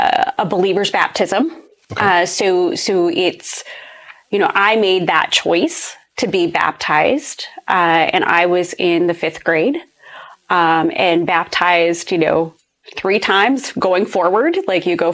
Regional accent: Ohio, United States; So I grew up in a very rural part of Ohio.

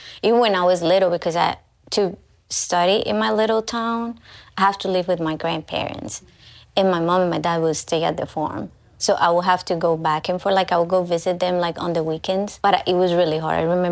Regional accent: Colombia; moved away; I am from Colombia, and my dad is a coffee farmer. You know, I grew up in the middle of a mountain

